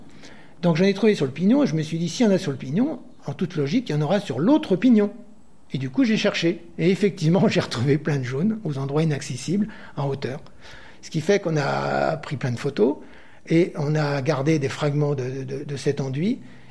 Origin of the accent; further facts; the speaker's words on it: Paris, Île-de-France, France; born there; moi je suis né à Paris, parce que mon père travaillait à Paris aux arts décoratifs, etc.